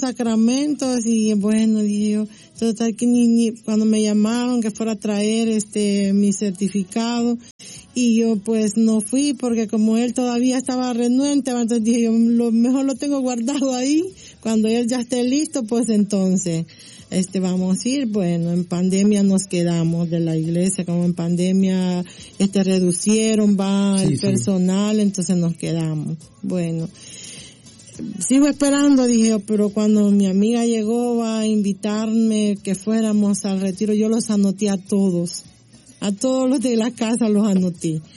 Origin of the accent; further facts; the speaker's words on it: El Salvador; now in Washington, United States; yo soy del Salvador y pues nos conocimos con mi esposo allá y nos conocimos aquí.